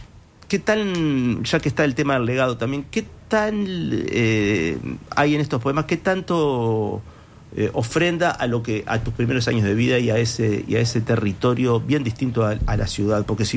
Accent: Montevideo, Uruguay; para los montevideanos, yo que soy montevideano

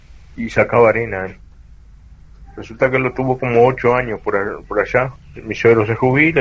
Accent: Juan Jackson, Soriano, Uruguay; yo me crié en un pueblito cerca de Cardona acá, Juan Jackson, a unos 15 kilómetros entre Ismael Cortín y Cardona.

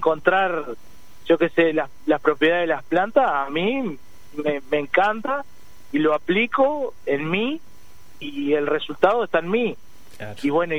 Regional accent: Paso Antolín, Uruguay; yo soy de Antolín

